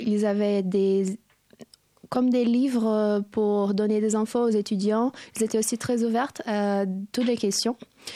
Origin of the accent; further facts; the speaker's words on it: Brazil; je viens du Brésil, mais moi j'ai une double nationalité portugaise, donc une partie de ma famille vient du Portugal aussi